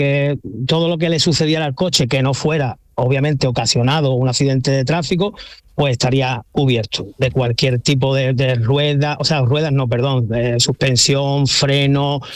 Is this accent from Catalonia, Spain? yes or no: no; Lepe, Andalusia, Spain; pues compramos un vehículo de la marca Skoda en un concesionario en Torremolinos, aunque nosotros somos de Lepe, Huelva